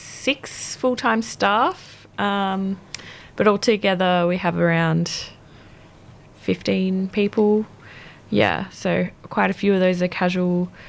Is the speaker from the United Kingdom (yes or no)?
no; Bendigo, Victoria, Australia; also born or lived in Geelong; I grew up in Bendigo, Central Victoria, on a bush property, so always been surrounded by nature.